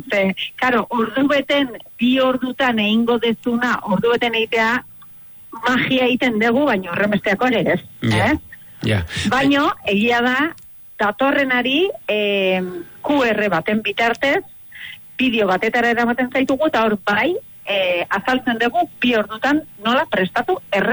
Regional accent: Itsasondo, Basque Country, Spain; Ni itxasondokoa.

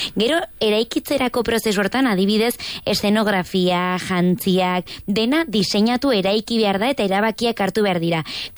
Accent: Ultzama, Navarre, Spain; ni Ultzamakoa naiz

